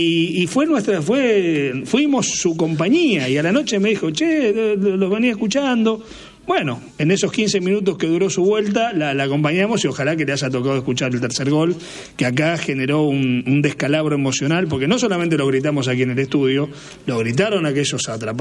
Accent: Argentina; Nosotros somos argentinos. Nosotros somos Argentina.

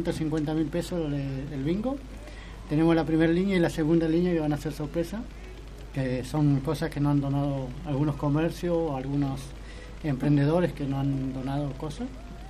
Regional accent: Junín de los Andes, Neuquén, Argentina; nosotros somos, de acá de Junín somos tres nomás.

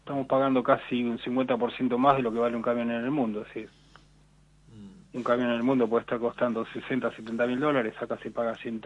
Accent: Chubut, Argentina; nosotros somos … de Chubut

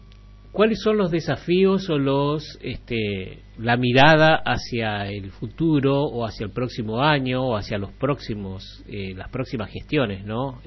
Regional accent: Argentina; nos engrandece y nos enorgullece como argentino

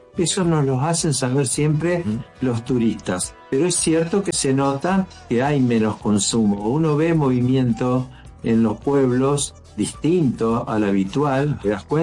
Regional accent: Santa Fe, Argentina; de cómo somos los santafesinos.

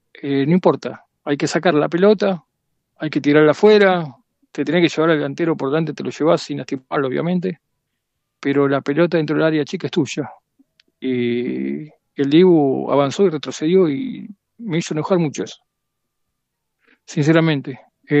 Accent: Argentina

